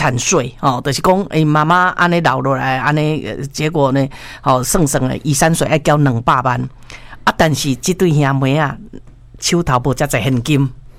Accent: Taiwan

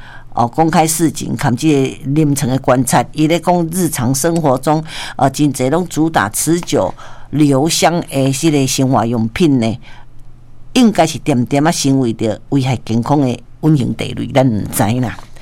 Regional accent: Taiwan; 所以日本人说我们台湾人这身上都有这种香味

